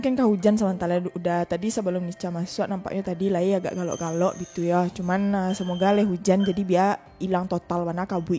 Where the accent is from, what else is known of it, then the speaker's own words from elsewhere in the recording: Padang, West Sumatra, Indonesia; asli orang Padang udah.